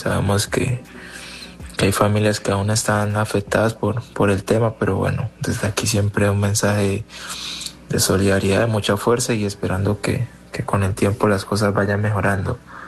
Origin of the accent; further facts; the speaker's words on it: Colombia; moved away as an adult; now in Russia; nosotros como colombianos